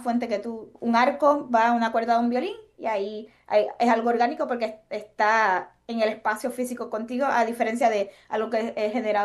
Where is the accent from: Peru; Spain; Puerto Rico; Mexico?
Puerto Rico; now in United States; como compositora puertorriqueña viviendo en los Estados Unidos me tocan muy profundo